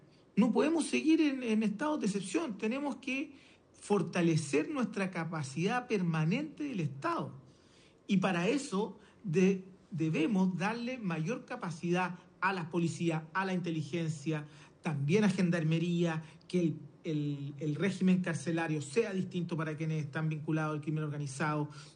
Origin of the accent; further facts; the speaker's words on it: Araucanía, Chile; Soy de la Araucanía.